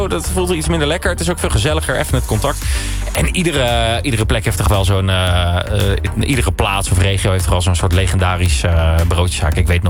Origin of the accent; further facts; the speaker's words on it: Nijmegen, Gelderland, Netherlands; Ik kom uit Nijmegen oorspronkelijk.